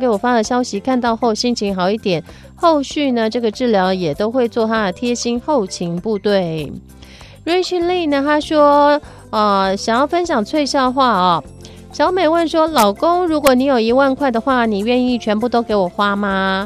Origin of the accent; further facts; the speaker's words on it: Taiwan; 翠就是我们台湾人的赖啊